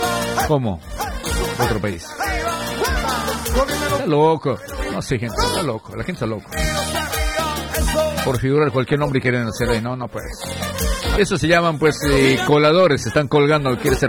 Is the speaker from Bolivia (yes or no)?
yes; Bolivia; now in Argentina; No es que soy boliviano, obviamente. Radico en Argentina